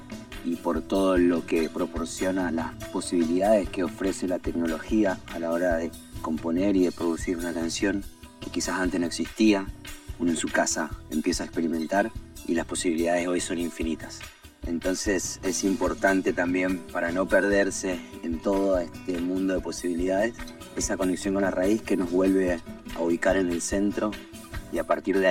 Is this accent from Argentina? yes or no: yes; Formosa, Argentina; moved away as an adult; now in Mexico; músico y productor formoseño viviendo en México hace unos años.